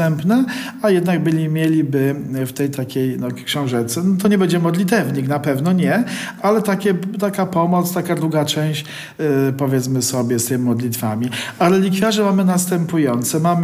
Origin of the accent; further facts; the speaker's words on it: Tarnów, Lesser Poland, Poland; akurat pochodzę z Tarnowa, z parafii katedralnej.